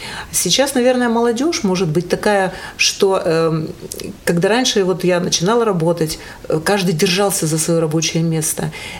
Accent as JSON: {"language": "Russian", "town": "Amursk", "region": "Khabarovsk Krai", "country": "Russia", "tie": "born or raised there", "said": "Я приехала из небольшого города нашей страны. Этот город находится в Хабаровском крае. И, наверное, проще даже сказать, что он находится просто рядом с большим городом, условно большим, Комсомольск-на-Амуре. Мой город называется Амурск."}